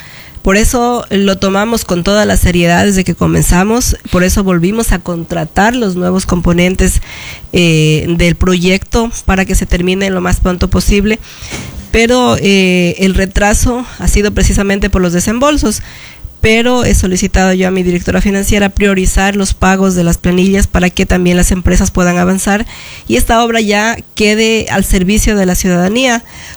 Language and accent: Spanish; Yantzaza, Zamora-Chinchipe, Ecuador; soy una hija de Llanzaza